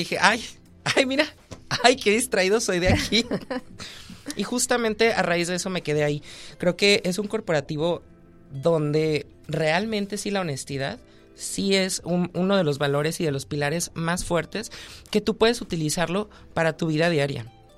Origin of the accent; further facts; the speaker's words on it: Guadalajara, Jalisco, Mexico; moved away as an adult; now in Tijuana, Mexico; Soy originario de Guadalajara, soy 100% tapatío, pero pues creo que ya tengo la residencia permanente en Tijuana, ya 6 años aquí viviendo.